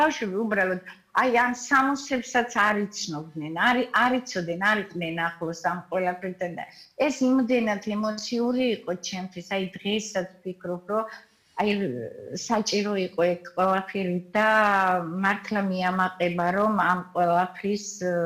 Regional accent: Guria, Georgia; ისიც გურული გახლავთ, ერთი რაიონიდან ვართ.

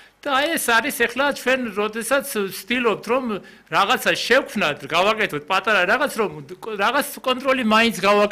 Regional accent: Western Georgia, Georgia; მე თვითონ დასავლეთიდან ვარ

